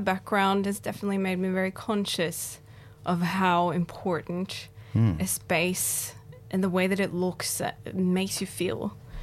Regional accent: Norway; moved away; inspired by our time living in Norway together. Obviously, I'm from Norway

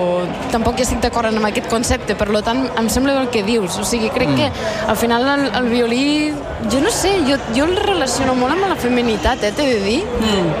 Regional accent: Agramunt, Catalonia, Spain; Jo soc de Gramunt.

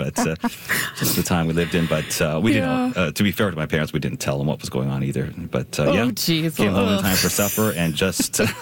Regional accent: Saskatoon, Saskatchewan, Canada; completely unsupervised, like when we grew up here in Saskatoon.

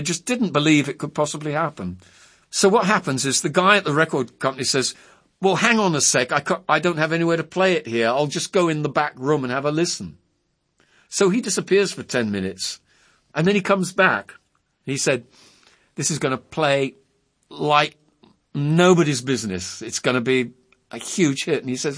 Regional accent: England, United Kingdom; I, as an Englishman, I loved puns.

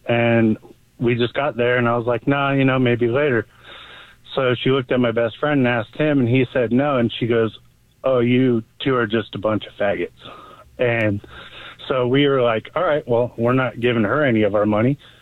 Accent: Big Bear, California, United States; So, I grew up in Big Bear, so me and my best friend used to go down every Friday down to Redlands to the strip club.

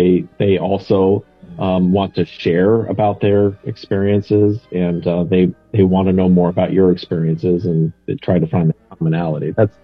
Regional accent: Iowa, United States; when you say I'm from Iowa, they either go with Ohio or they think that we grow potatoes.

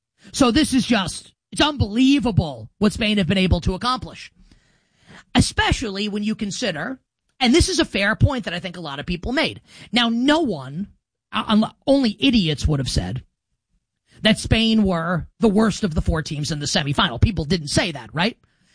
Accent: United States; I'm American.

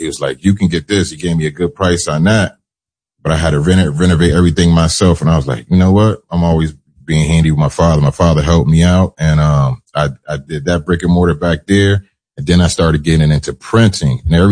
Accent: Bridgeport, Connecticut, United States; Bridgeport, Connecticut, born and raised.

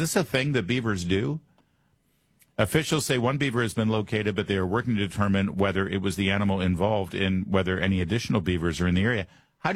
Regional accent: Michigan, United States; now in Maryland, United States; we had beavers growing up in Michigan a bit

